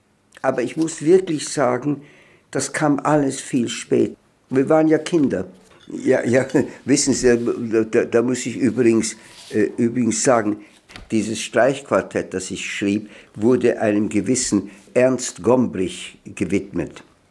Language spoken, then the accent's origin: German; Vienna, Austria; moved away; du aus Wien herkommen musste. Warum? Und habe ich gesagt, weil ich ein Jude bin.